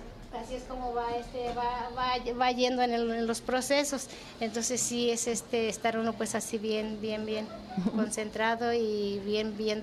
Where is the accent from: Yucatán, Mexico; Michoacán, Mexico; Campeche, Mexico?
Michoacán, Mexico; Yo vengo representando la comunidad de Surumútaro, municipio de Pátzcuaro.